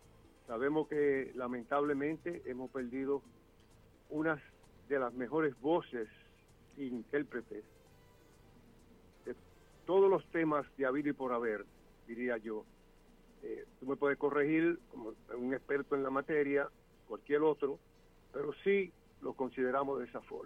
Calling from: New York, United States; del Bronx.

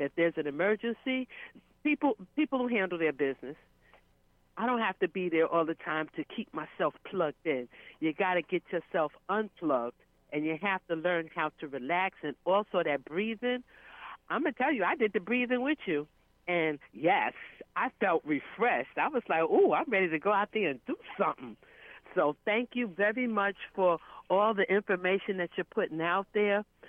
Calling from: South Carolina, United States; from South Kakalaki.

